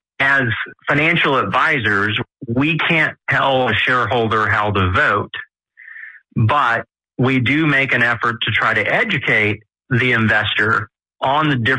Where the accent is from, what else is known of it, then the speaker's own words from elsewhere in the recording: Texas, United States; Now, I'm a little biased because I'm a Texan.